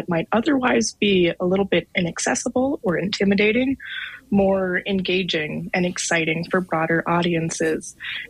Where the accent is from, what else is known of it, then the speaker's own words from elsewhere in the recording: North Dakota, United States; also born or lived in New York; it happens to be in my home state of North Dakota, spent the last 8 years in New York, and now I've built this fantastic skill set, this experience, this expertise, and bringing it back to Western North Dakota